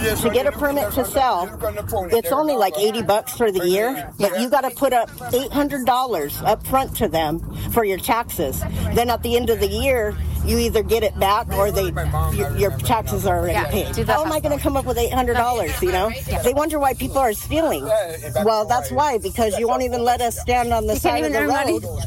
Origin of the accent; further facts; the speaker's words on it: Santa Ynez, California, United States; I'm from the Chumash and Kuya tribes of Southern California from San Ynez Reservation.